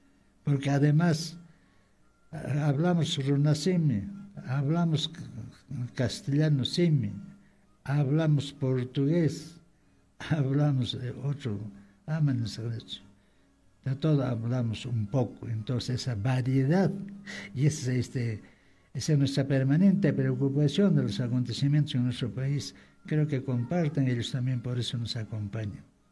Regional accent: Peru

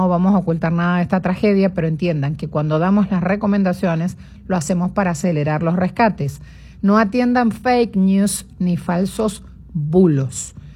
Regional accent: Santiago del Estero, Argentina; now in Venezuela; Córdoba es la provincia pegada a mi pueblo, Santiago del Estero.

